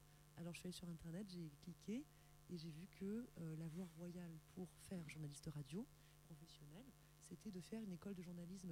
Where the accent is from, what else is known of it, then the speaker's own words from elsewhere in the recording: Nice, Provence-Alpes-Côte d'Azur, France; mon parcours, eh ben, il a commencé à Nice. Je suis née à Nice